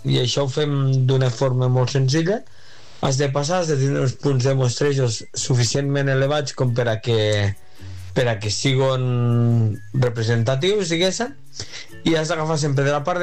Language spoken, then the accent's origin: Catalan; Almenar, Catalonia, Spain; Mira, nosaltres enguany hem tingut festa major, que jo sóc d'Almenar, i cada any és el tercer cap de setmana de setembre